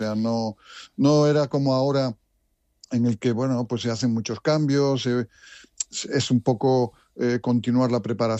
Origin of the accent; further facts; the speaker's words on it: Vigo, Galicia, Spain; yo soy de Vigo